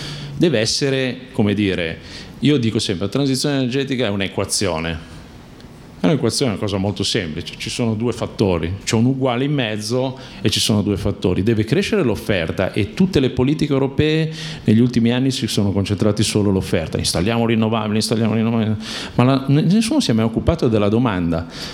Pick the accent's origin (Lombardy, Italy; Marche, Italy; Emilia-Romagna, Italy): Lombardy, Italy; Milan; ho fatto anch'io un master di sostenibilità alla scuola Mattei, non qui, ma perché sono di Milano.